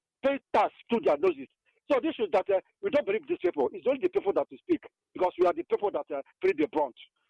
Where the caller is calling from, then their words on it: Anambra, Nigeria; And I come from Ogun, Kerala, Anambra State.